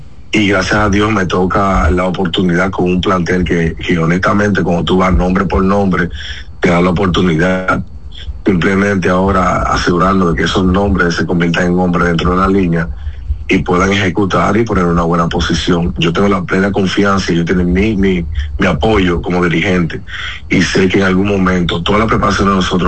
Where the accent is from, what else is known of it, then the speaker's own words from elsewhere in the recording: Dominican Republic; como decimos, como un dominicano